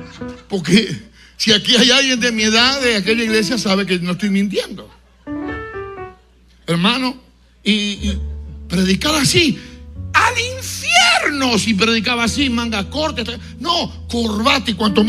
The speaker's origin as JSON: {"language": "Spanish", "country": "Argentina", "said": "En medio de una crisis en mi país, la crisis más dura que ha vivido Argentina"}